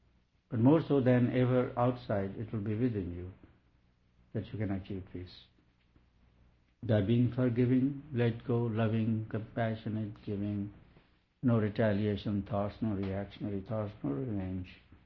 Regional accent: India; And I quote Vedas not because I'm from India or Hindu, please, because I think that contains the highest wisdom.

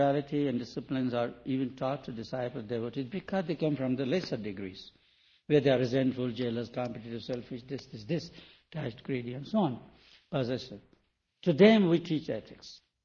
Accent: India; I'm from India

